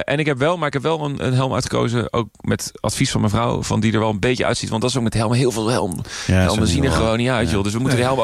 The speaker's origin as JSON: {"language": "Dutch", "town": "Rotterdam", "region": "South Holland", "country": "Netherlands", "said": "wij komen uit Rotterdam."}